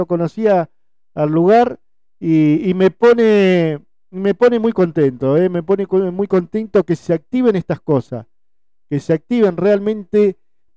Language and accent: Spanish; Diamante, Entre Ríos, Argentina; Soy de Diamante y no conocés ese lugar.